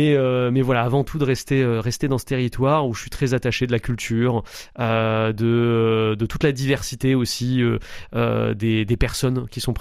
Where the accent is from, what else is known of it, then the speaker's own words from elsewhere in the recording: Occitanie, France; now in Montpellier, France; je suis né à Montpellier même, à la clinique Clémentville exactement. J'ai pas vécu longtemps à Montpellier quand j'étais jeune, puisque j'ai pas vécu pas très très loin, hein, 2h30 exactement de route sur le Cosméjan, donc en Lozère, dans un territoire très sauvage, entouré de moutons et de vautours.